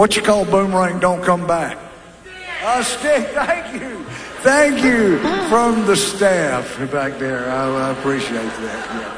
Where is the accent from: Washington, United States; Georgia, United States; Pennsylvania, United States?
Georgia, United States; I'm from Georgia, so I love